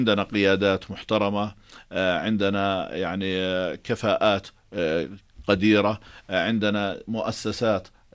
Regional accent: Jordan

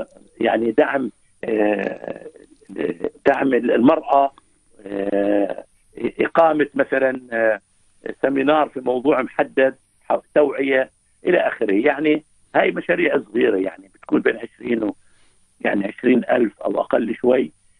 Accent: Beit Sahour, Bethlehem Governorate, Palestine; أنا من بيت ساحور.

